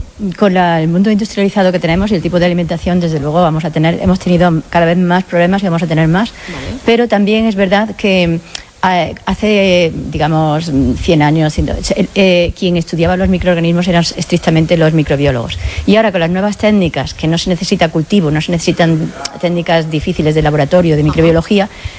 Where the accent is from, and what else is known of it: Jaén, Andalusia, Spain